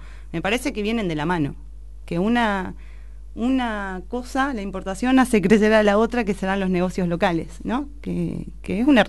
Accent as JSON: {"language": "Spanish", "country": "Argentina", "said": "yo creo que nosotros como argentinos estamos súper super preparados"}